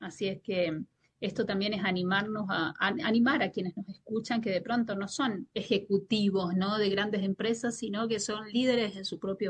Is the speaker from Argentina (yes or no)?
yes; Mendoza, Argentina; moved away